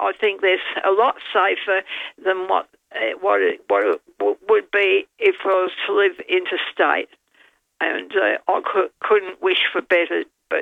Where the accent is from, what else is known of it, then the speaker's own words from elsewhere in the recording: Adelaide, South Australia, Australia; Having lived here all my life, and I was born here in Adelaide